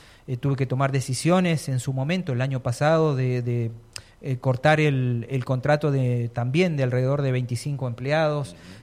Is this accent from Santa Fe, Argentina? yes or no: no; Allen, Río Negro, Argentina; Soy una persona de Barrio Tiro Federal, de Allen, todos me conocen, estoy viviendo en Barrio Sauce